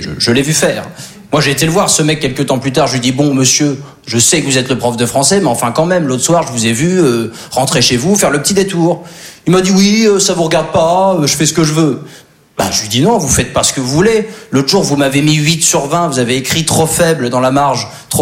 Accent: Normandy, France; Alors moi je suis originaire de Basse-Normandie.

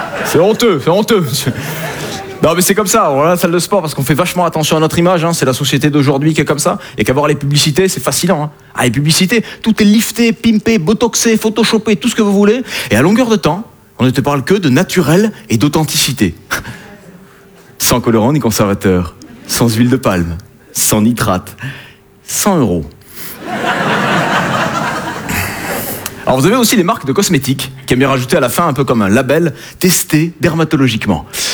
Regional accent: south of France, France; Hein, je viens du sud de la France.

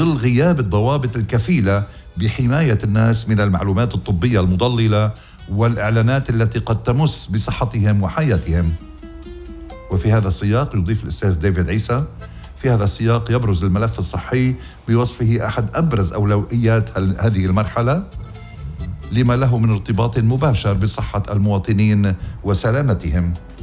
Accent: Lebanon

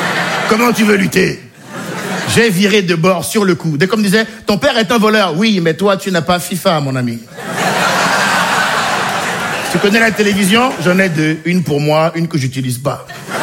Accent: Benin; born or raised there

